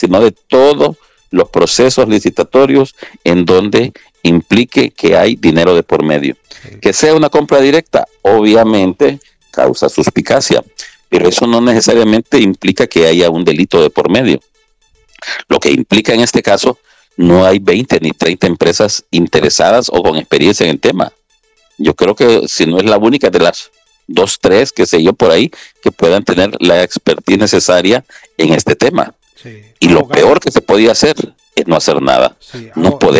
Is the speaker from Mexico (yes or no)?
no; Honduras; nosotros los hondureños